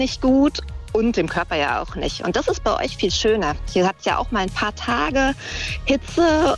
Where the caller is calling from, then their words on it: North Rhine-Westphalia, Germany; wir kommen ja aus dem Ruhrgebiet eigentlich.